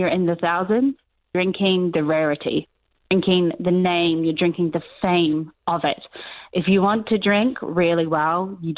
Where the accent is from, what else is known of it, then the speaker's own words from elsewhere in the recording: Auckland, New Zealand; accent: New Zealand; moved away as an adult; now in London, United Kingdom; I'm from the North Shore. I moved over to London when I was 24